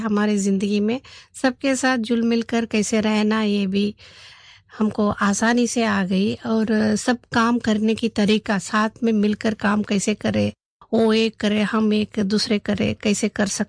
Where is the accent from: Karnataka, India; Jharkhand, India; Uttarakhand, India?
Karnataka, India; Bangalore; moved away as an adult; now in Abu Road, India; हम बचपन से दादी के साथ ही पले बड़े हैं। हमारे घर धार्मिक प्रवृत्ति है और बड़ा घराना था वहाँ हमारा, वहाँ बेंगलोर में।